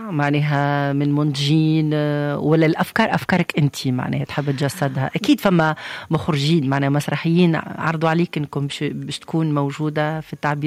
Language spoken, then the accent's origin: Arabic; Tunisia; تقول مادام انا تونسيه والفكره تونسيه انا تونسيه ونقعد نصمم في افكار